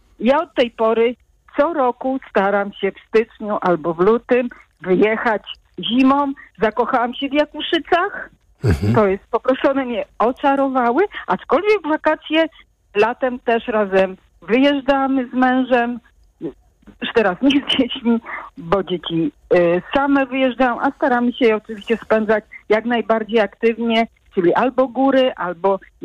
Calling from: Łódź, Łódź Voivodeship, Poland; ja mieszkam w Łodzi

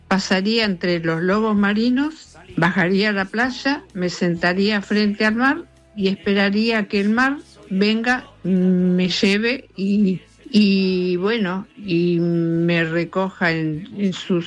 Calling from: Mar del Plata, Buenos Aires Province, Argentina; vivo en Mar del Plata

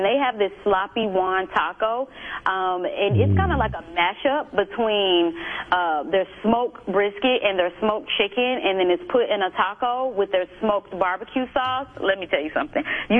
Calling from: Atlanta, Georgia, United States; Atlanta, Georgia.

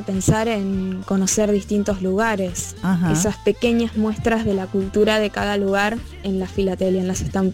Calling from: Berazategui, Buenos Aires Province, Argentina; de Berazotegui.

